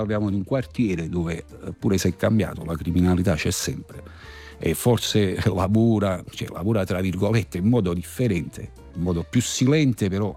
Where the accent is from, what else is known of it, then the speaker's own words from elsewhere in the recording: Naples, Campania, Italy; noi che siamo di Scampia